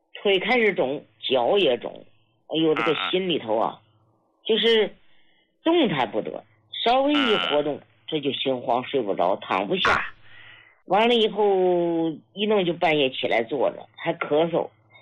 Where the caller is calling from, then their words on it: Hebei, China; 我是河北的。